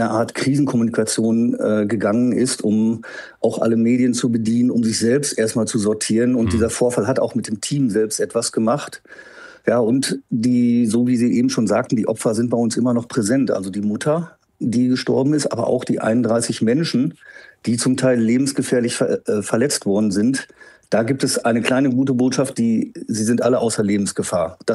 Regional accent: Münster, North Rhine-Westphalia, Germany; So zum Beispiel in meiner Heimatstadt Münster in der nächsten Woche.

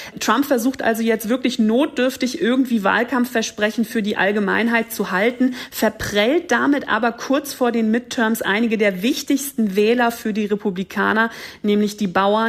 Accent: Germany; now in New York, United States; Ja, ich muss auch sagen, für mich als Deutsche fällt dann natürlich jedes Lidl- und Aldi-Schild sofort ins Auge.

